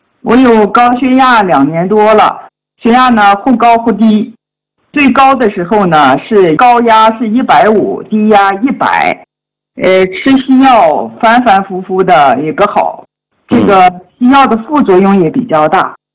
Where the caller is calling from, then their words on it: Jinzhong, Shanxi, China; 我来自山西晋中，